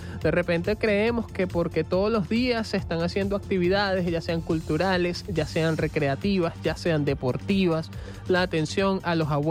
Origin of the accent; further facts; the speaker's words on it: Venezuela; nosotros como venezolanos también estamos en este momento